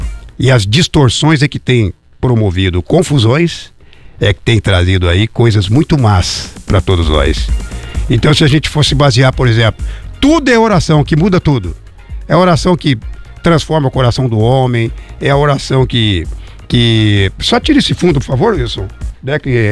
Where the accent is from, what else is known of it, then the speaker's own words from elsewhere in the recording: Jacarezinho, Paraná, Brazil; Jacarezinho, minha terra natal.